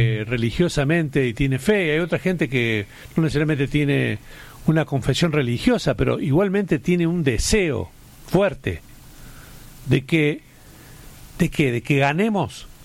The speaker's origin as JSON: {"language": "Spanish", "country": "Argentina"}